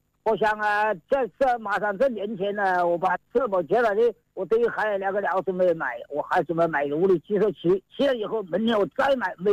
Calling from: Xiantao, Hubei, China; 我是仙桃彭场的，彭场啊

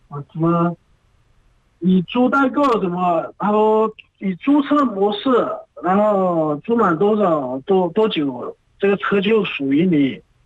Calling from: Guangdong, China; 咱们广东这边

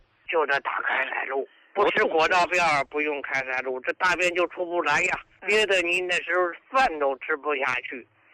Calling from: Hebei, China; 哎呀，胡老师，我是河北的

